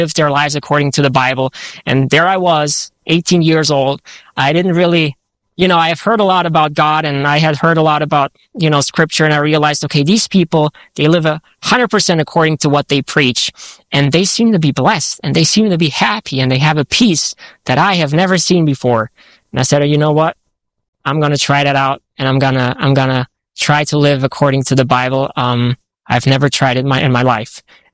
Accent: Germany; also born or lived in France; And so I grew up in that context, growing up in Germany most of my life. I was in France too. My parents sent me to a high school in Paris.

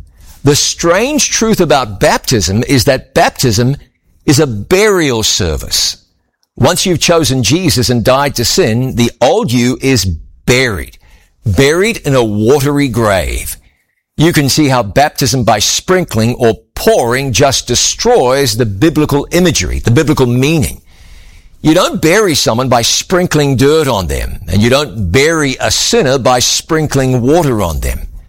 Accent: Waikato, New Zealand; born there; moved away; just 35 miles in a straight line from where I was born.

